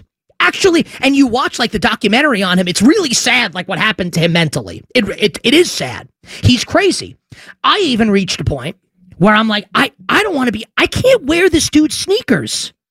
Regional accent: Queens, New York, United States; And I'm from Queens and I would choose

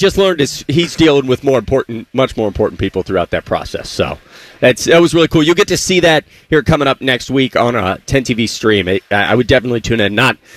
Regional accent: Columbus, Ohio, United States; growing up in Columbus

